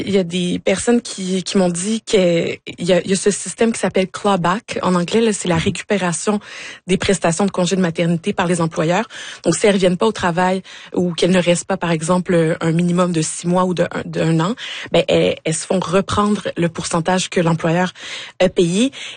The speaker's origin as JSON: {"language": "French", "town": "Gatineau", "region": "Quebec", "country": "Canada", "tie": "born or raised there", "said": "Je vous avoue, je suis originaire de Gatineau, puis j'ai de la famille là-bas."}